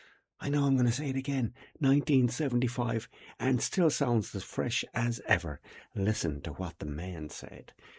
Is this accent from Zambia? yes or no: no; Limerick, Munster, Ireland; my hometown of Limerick